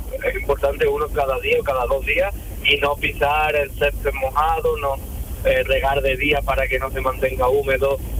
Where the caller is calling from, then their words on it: Paradas, Andalusia, Spain; Parada, donde vivo yo.